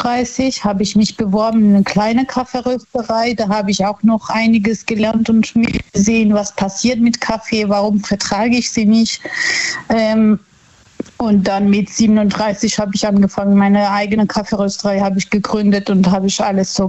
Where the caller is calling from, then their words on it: Wissembourg, Grand Est, France; Ich bin in Wissenburg.